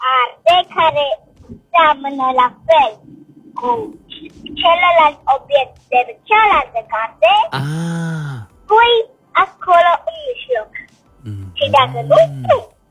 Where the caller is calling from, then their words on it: Cluj-Napoca, Cluj County, Romania; din Cluj, am 7 ani.